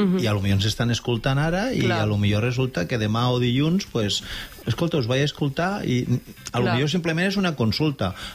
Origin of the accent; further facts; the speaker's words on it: Barcelona, Catalonia, Spain; now in La Seu d'Urgell, Spain; Jo sóc de Barcelona, però jo ja sóc de la Seu. ¿Vale? Però quan vivia a Barcelona